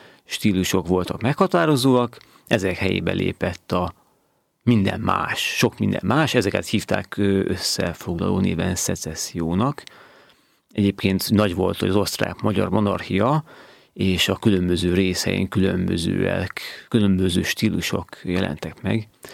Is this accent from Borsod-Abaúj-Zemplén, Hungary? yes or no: no; Hódmezővásárhely, Csongrád-Csanád, Hungary; moved away; tulajdonképpen én Hódmezővásárhelyen születtem, és ott is éltem, életem első szakaszában